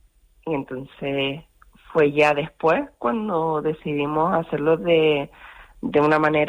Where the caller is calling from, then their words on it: Tenteniguá, Canary Islands, Spain; vivo en Tenteniguá, con lo cual todos los de mi generación han crecido de una forma normal, habitual, entre animales.